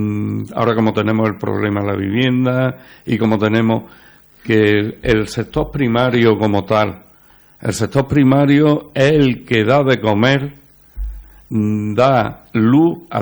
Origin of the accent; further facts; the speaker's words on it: Villanueva de Tapia, Andalusia, Spain; Nosotros somos malagueños, pero nos sentimos cordobeses y un poco también granaínos